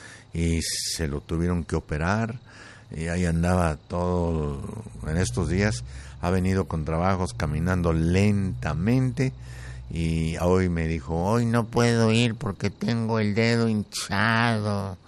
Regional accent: Zacatecas, Mexico; moved away; Ay, mi tierra.

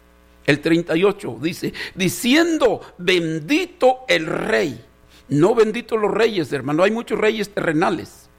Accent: Mexico

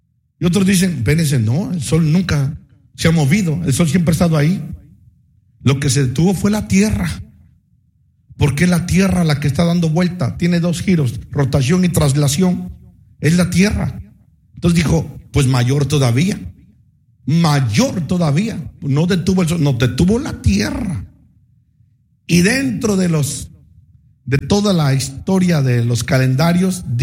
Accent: Tangamandapio, Michoacán, Mexico; Mire, yo soy de la Peña Colorada, allá de un rancho, por allá, por Tangamanapio. Entonces, gracias al Señor que llegué aquí y los años que Dios me ha permitido vivir aquí

